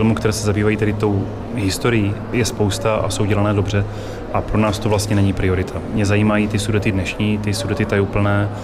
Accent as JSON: {"language": "Czech", "town": "Zlín", "region": "Zlín Region", "country": "Czechia", "said": "Já pocházím ze Zlína"}